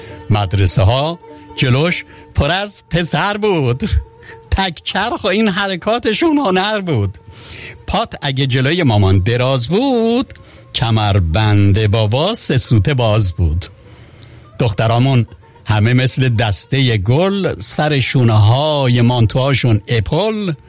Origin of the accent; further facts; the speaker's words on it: Iran; born there; moved away; یاد ایران بخیر، یاد زادگاهمون بخیر،